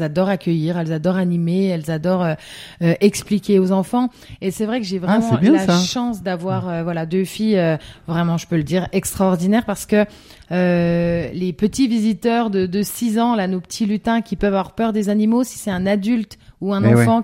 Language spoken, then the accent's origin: French; Grand Est, France